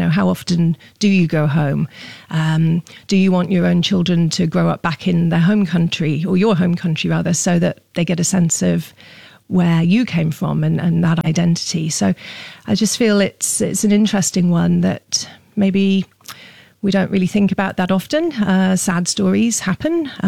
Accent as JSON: {"language": "English", "country": "United Kingdom", "lives_now": "Singapore", "said": "I feel I'm looking at it through a British lens, being a British woman living here, writing about a British woman visiting here."}